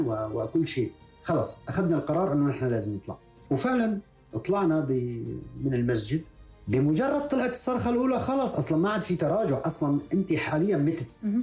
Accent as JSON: {"language": "Arabic", "country": "Libya", "tie": "born or raised there", "said": "رجل بسيط، ما قبل 2011 كنت رجل بسيط، كنت في فترة مع أهلي في ليبيا، طفولتي كلها كانت في ليبيا."}